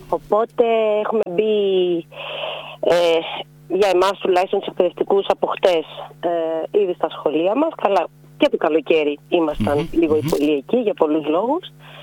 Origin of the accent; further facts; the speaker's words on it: Trikala, Thessaly, Greece; moved away; στο χωριό μου, το Τρίκαλα